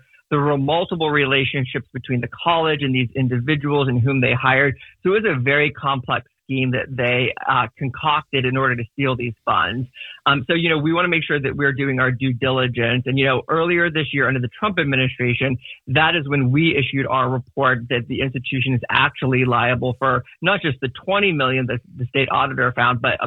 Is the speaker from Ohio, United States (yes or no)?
yes; Ohio, United States; born or raised there